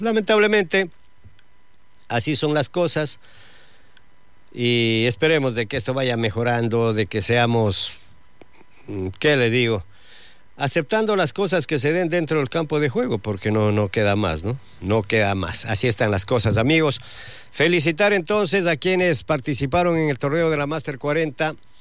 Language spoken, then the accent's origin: Spanish; Ecuador; las aspiraciones que tenemos como ecuatorianos